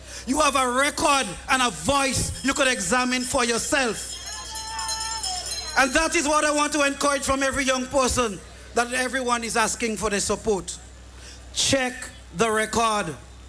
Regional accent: Chantimel, Grenada; I am from Chantimel, proudly so too.

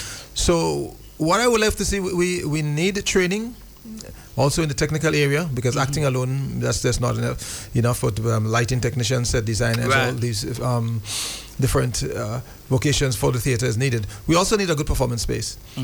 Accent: Marquis, Saint Andrew, Grenada; also born or lived in St. George's, Grenada; because I grew up in the country, although I was born in St. George's, but I grew up in Marquee

